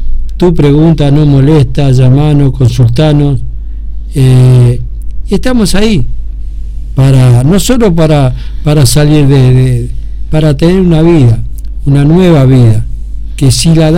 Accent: Argentina

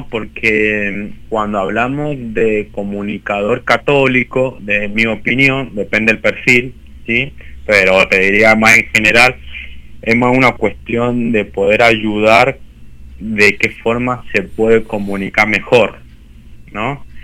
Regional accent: Argentina; Por ahí como argentino creemos que sabemos

